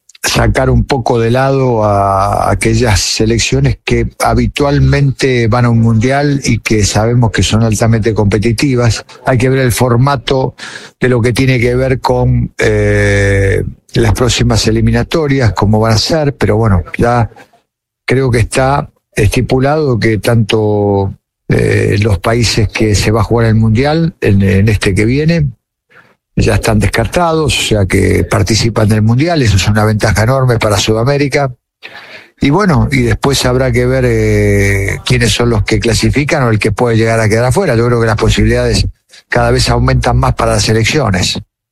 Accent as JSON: {"language": "Spanish", "country": "Argentina", "said": "no solamente como argentino"}